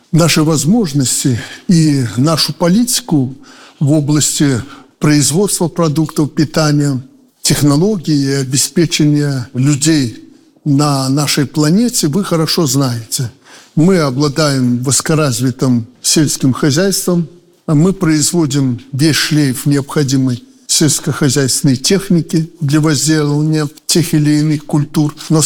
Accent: Belarus; мы, белорусы

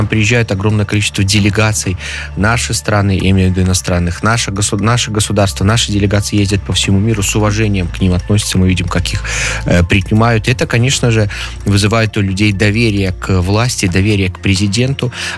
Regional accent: Belarus

